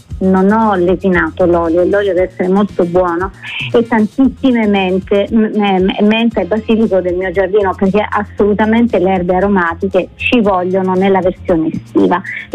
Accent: Apulia, Italy; sono salentina

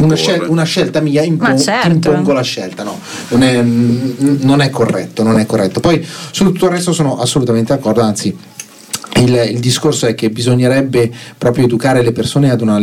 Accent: Apulia, Italy; io solo vengo dalla Puglia

